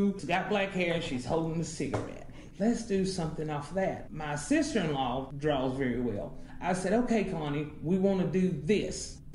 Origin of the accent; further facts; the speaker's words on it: United States; I grew up on the Burke County side.